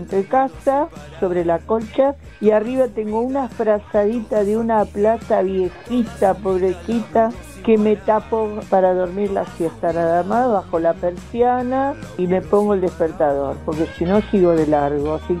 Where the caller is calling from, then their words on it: Buenos Aires, Argentina; de Recoleta.